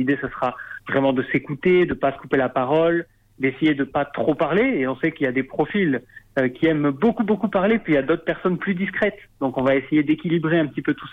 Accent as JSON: {"language": "French", "area": "Argelès valley", "region": "Occitanie", "country": "France", "tie": "born or raised there", "also_born_or_lived": "Paris", "moved": "as an adult", "said": "Moi, je dois tout à la vallée d'Argelès, j'ai grandi, j'ai fait mon collège, mon lycée, mon école primaire. Maintenant, j'ai de la famille à Lourdes. Je suis venu à Paris pour les études."}